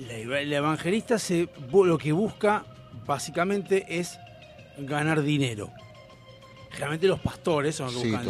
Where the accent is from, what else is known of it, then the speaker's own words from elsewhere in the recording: Argentina; nosotros, como argentinos